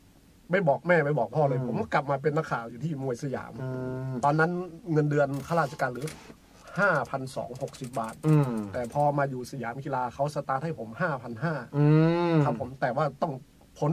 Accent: Lampang, Thailand; ผมก็คิดว่าผมไม่ได้นะผมก็กลับบ้านที่ลำปาง

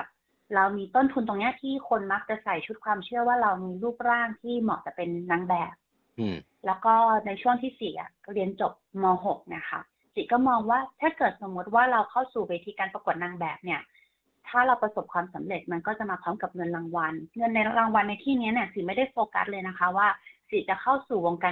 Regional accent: Chiang Mai, Thailand; เดิมทีนะคะ … เป็นคนจังหวัดเชียงใหม่ค่ะเกิดแล้วก็โตที่จังหวัดเชียงใหม่นะคะ

